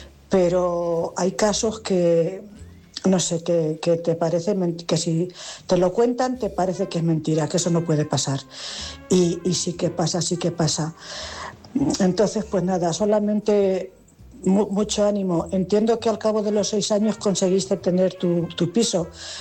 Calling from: Cuenca, Castilla-La Mancha, Spain; Buenas noches … de Cuenca.

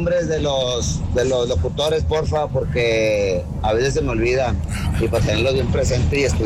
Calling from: Villa Juárez, Mexico; soy acá de Villa Juárez. Trabajo en la ruta 68.

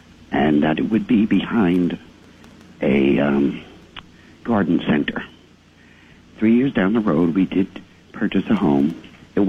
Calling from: New Jersey, United States; I'm calling from New Jersey.

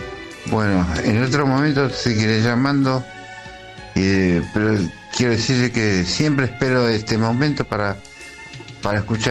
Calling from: La Plata, Buenos Aires Province, Argentina; de La Plata, hincha de Gimnasia

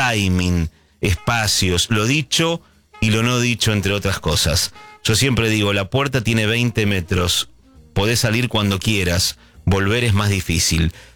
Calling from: Banfield, Buenos Aires Province, Argentina; de Banfield, escucho todas las noches

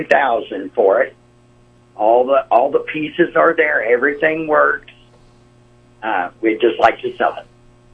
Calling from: Missouri, United States; The Hardeman area.

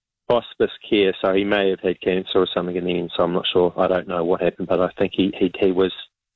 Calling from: Auckland, New Zealand; I said I was talking from Auckland, and he said he'd love to do a trip to Auckland

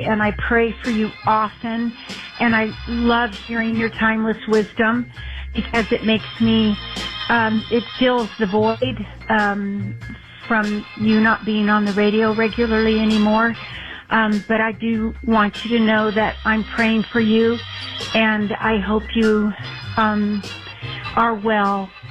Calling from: Fort Worth, Texas, United States; I am from Fort Worth, Texas

